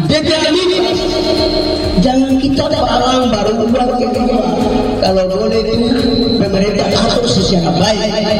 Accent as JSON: {"language": "Indonesian", "region": "Southwest Papua", "country": "Indonesia", "said": "kami orang Mui"}